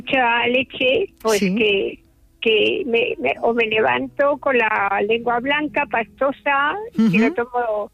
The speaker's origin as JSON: {"language": "Spanish", "country": "France", "tie": "born or raised there", "moved": "yes", "lives_now": "Madrid, Spain", "said": "yo me crié en Francia"}